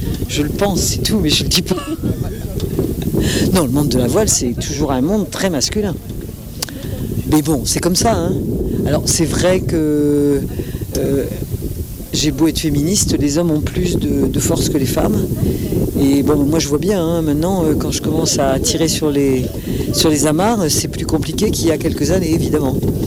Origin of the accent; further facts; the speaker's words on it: Sète, Occitanie, France; si on me dit, mais t'es d'où ? Je dis, bah, de Sète. Oui, mais t'es d'où ? Bah, je suis de Sète.